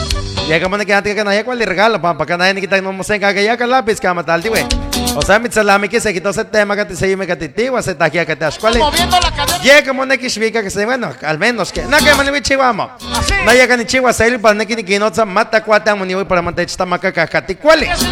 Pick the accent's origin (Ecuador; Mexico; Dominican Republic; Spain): Mexico; Oxoma; en Oxoma, en mi pueblo querido, mi pueblo mágico